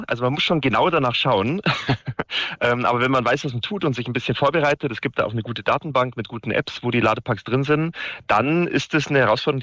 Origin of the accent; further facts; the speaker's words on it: Bavaria, Germany; moved away as an adult; now in Lower Saxony, Germany; deswegen bin ich dann von Südostbayern genau nach Niedersachsen gezogen.